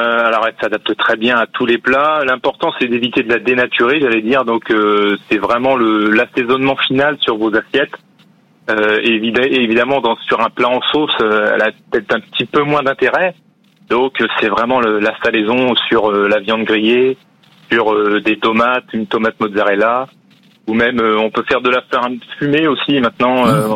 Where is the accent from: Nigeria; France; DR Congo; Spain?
France; Batz-sur-Mer, Pays de la Loire; Je suis issu de Bas-sur-Mer. Donc, Bas-sur-Mer, Guérande, ça fait partie donc des deux grandes communes de production de sel.